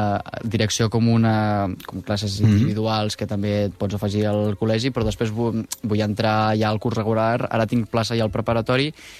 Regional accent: Montblanc, Catalonia, Spain; moved away; al lloc on estava més còmode, que en el meu cas doncs, era Montblanc, no? El meu poble de la meva vida, es pot dir.

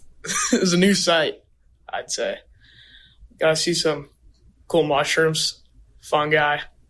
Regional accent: Grand Rapids, Michigan, United States; I'm from Grand Rapids. I'm going to be a sophomore this upcoming year.

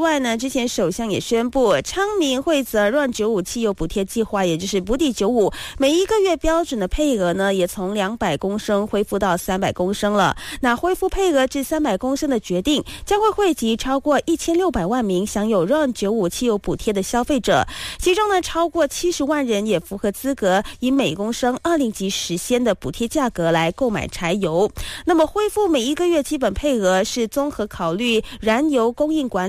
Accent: Malaysia; 我们身为马来西亚人

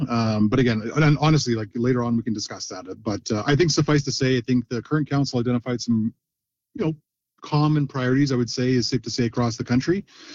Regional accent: Fort Nelson, British Columbia, Canada; growing up, typical small-town kid, northern BC, played hockey.

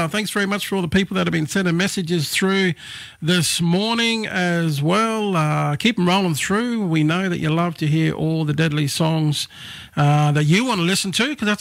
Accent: Toowoomba, Queensland, Australia; growing up in Toowoomba

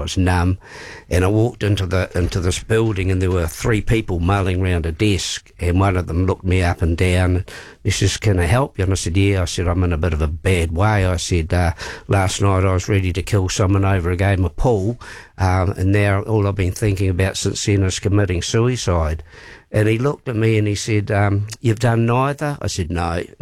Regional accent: Canterbury, New Zealand; now in Waikuku, New Zealand; I'm a Ngātahi boy, born and bred, and can't get out of the place. Love it down there. Live on the beach now in Waikuku. So I grew up there. Went to Langs Road Academy for Higher Learning in Intellectual Giants, which is known as Papanui High.

